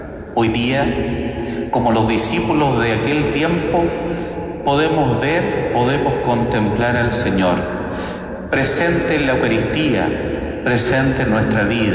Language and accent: Spanish; Chile; Los demás somos de aquí de Chile, a lo más europeos del barrio Seminario nomás.